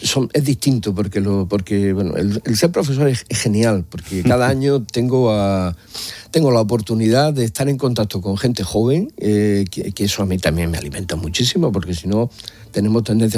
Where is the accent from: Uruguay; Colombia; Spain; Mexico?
Spain; Melilla; yo soy melillense, nacido...